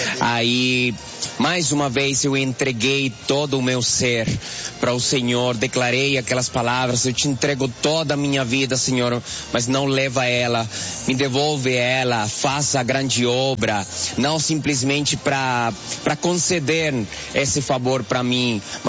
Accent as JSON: {"language": "Portuguese", "country": "Venezuela", "also_born_or_lived": "Colombia", "second_language": "Portuguese", "moved": "as an adult", "lives_now": "Brazil", "said": "eu sou venezuelano, conheci a Igreja Pentecostal Deus e Amor na Venezuela, daí fui na Colômbia, agora estou aqui no Brasil."}